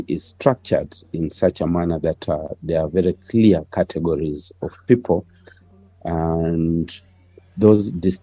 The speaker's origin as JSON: {"language": "English", "country": "Kenya", "said": "First, because as a Kenyan people, we are increasingly becoming violent. Violence seems to be our default character as Kenyans."}